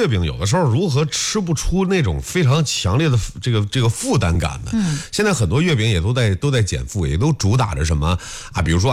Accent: Henan, China

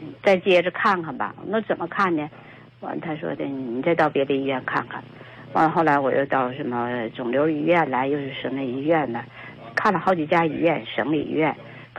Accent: Hong Kong; 好像这个咱们香港人基本没有人这样想法了。

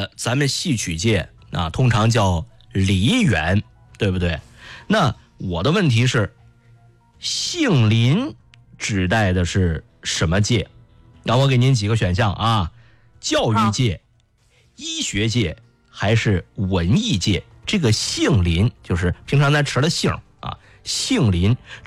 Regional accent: Shandong, China; 因为我老家是山东的啊，老家这个山东啊

